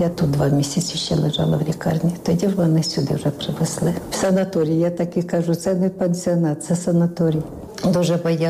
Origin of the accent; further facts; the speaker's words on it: Donbas, Ukraine; born there; now in Khmelnytskyi, Ukraine; Народилася на Донбасі.